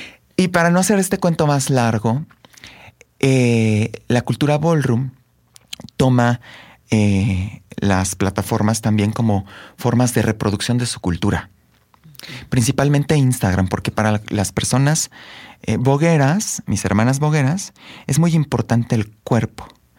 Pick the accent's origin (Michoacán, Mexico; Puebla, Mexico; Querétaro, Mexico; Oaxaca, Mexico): Querétaro, Mexico; empiezo a ir a las prácticas en Querétaro, tú sabes, yo soy de Querétaro, y empiezo a ir a las prácticas en Querétaro.